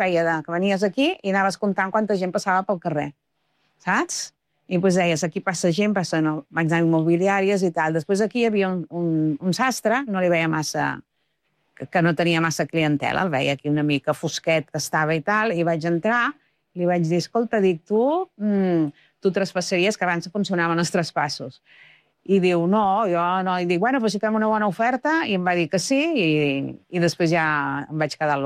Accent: Sabadell, Catalonia, Spain; I després jo estudiava amb una amiga, perquè sóc de Sabadell

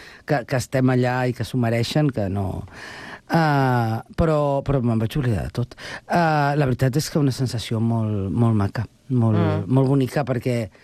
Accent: Barcelona, Catalonia, Spain; born there; now in Sant Cugat del Vallès, Spain

